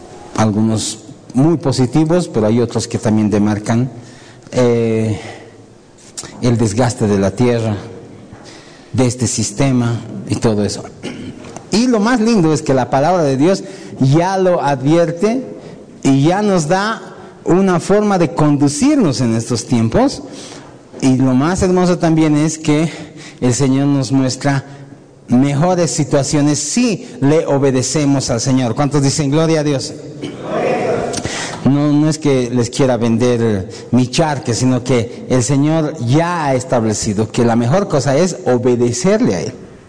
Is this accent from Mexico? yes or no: no; Bolivia; Nosotros, como bolivianos, nos debemos a nuestras leyes también.